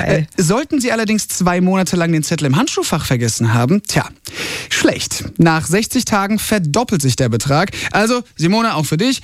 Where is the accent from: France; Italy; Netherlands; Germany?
Italy; Ist ja wie bei uns in Italien hier.